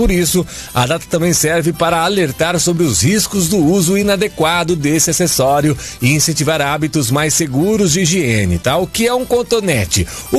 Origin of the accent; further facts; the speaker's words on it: Araras, São Paulo, Brazil; Araras, a minha terra natal, né? Cidade interior aqui de São Paulo